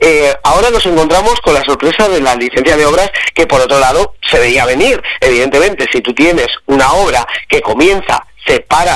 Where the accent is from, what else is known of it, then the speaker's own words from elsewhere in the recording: Palencia province, Castile and León, Spain; aquí en Palencia.